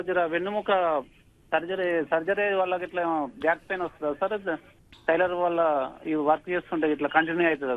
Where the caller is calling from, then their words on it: Devampet, Telangana, India; మా దేవంపేట సార్, ఇక్కడ యాదాద్రి డిస్టిక్.